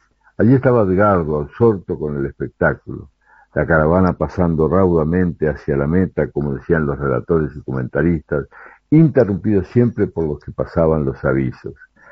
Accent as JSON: {"language": "Spanish", "town": "La Paz", "region": "Colonia", "country": "Uruguay", "tie": "born or raised there", "said": "El haber vivido muchas etapas de mi niñez y adolescencia en La Paz, colonia piamontesa, me acercan de una manera especial a lugares y personajes que aparecen en esta obra"}